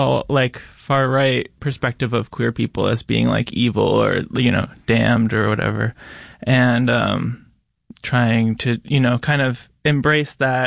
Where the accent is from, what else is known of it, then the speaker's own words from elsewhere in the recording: New Jersey, United States; now in Rochester, United States; I'm from New Jersey originally.